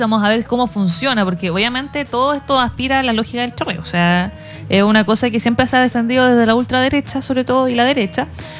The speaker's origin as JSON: {"language": "Spanish", "country": "Chile", "said": "nosotros como chilenos o chilenas"}